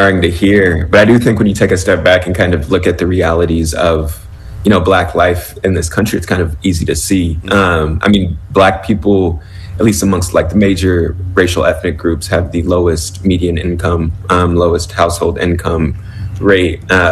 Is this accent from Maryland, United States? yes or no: no; Los Angeles, California, United States; I mean, I grew up in Los Angeles where there are suburbs everywhere, even like within kind of the city's large sprawling dynamic.